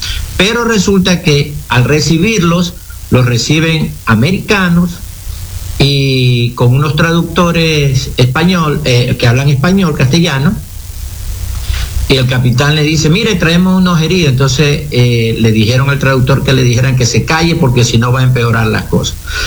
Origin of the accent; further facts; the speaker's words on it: Manta, Manabí, Ecuador; yo soy abogado manabita de la ciudad de Manta. Vivo aquí toda mi vida, aquí nací.